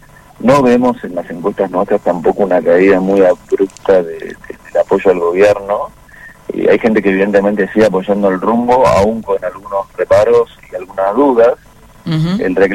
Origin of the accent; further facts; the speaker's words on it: Argentina; Y la idea esta de que tenemos, quizás como argentinos muchas veces, es que no hay restricción presupuestaria.